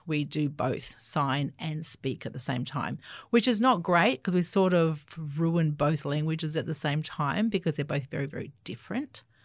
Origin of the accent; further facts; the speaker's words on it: Australia; first language Auslan; English is a second language; So my first language is Auslan, and my mother had 7 children. And we all use sign language fluently. We learnt English sort of through our aunties and more so when we went to school.